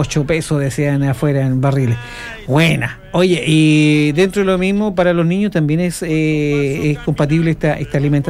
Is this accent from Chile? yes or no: yes; Chile; así somos los chilenos.